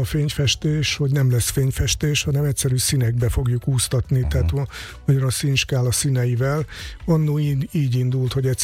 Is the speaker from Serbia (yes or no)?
yes; Mali Iđoš, Vojvodina, Serbia; értemszerűen innen származom, Kishegyesről